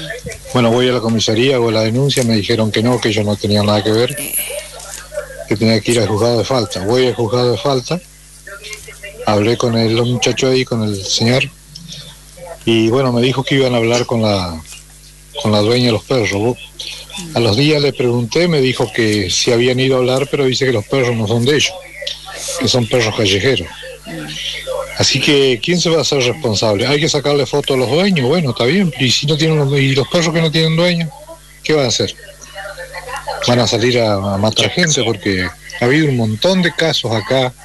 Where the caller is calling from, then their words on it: Viale, Entre Ríos, Argentina; yo soy acá de Viale